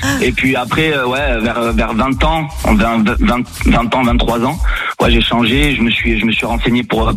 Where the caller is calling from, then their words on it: Île-de-France, France; Je vous appelle de Ozon-la-Ferrière, en Seine-et-Marne.